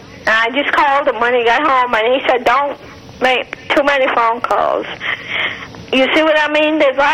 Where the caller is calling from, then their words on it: Boston, Massachusetts, United States; from Boston.